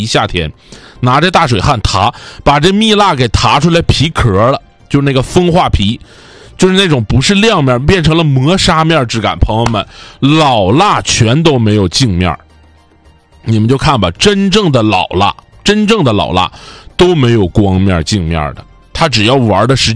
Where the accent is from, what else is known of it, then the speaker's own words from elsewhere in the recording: Northeast China, China; accent: Northeastern dialect; 但是我们东北人就一直这么用这个字啊，